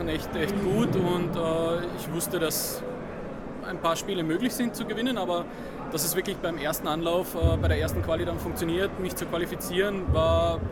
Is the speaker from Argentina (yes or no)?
no; Austria; Also die ersten Jubelschreie und das erste Mal, wir sind aus Österreich und die Gesänge, da bekommt man schon irrsinnige Gänsehaut